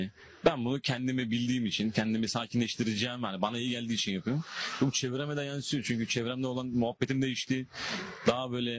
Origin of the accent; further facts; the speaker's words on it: Trabzon, Turkey; Ben sinirli insanım. Bir Trabzonluyum ya.